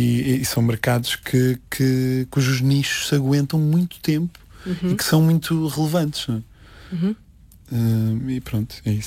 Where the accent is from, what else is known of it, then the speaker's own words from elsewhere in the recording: Coimbra, Centro, Portugal; Sim, sou de Coimbra